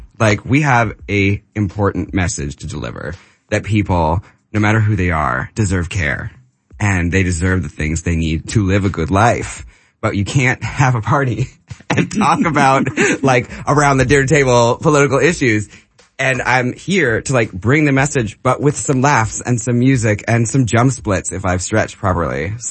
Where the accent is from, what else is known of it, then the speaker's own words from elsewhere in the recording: Seattle, Washington, United States; moved away; also born or lived in New York; I'm just from Seattle. We're both from Seattle.